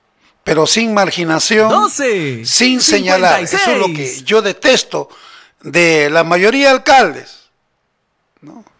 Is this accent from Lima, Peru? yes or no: no; Ilabaya, Tacna, Peru; moved away; Qué pena por mi tierra, en La Valla